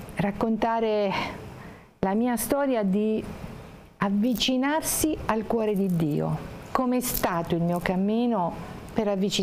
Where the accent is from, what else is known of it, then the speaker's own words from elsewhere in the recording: Reggio Calabria, Calabria, Italy; born there; moved away as an adult; now in Loreto, Italy; tutti i miei familiari materni sono di Loreto, ma sono nata a Reggio Calabria perché mio papà è di Reggio Calabria ha incontrato mamma durante la guerra.